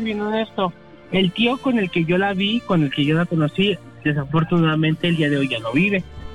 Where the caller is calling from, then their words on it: Tlaxcala, Mexico; yo soy de Tlaxcala, bien pinche, olmeca, morenito.